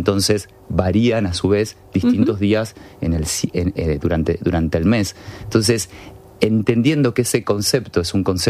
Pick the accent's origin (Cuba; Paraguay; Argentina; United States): Argentina